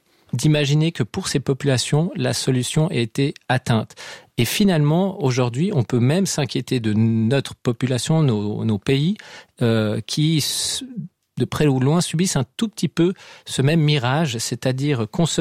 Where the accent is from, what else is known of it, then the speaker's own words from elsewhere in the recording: Geneva, Switzerland; chez nous, à Genève